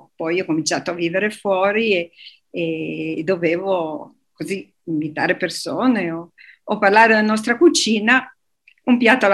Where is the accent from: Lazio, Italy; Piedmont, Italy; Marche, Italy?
Piedmont, Italy; Turin; Io sono di Torino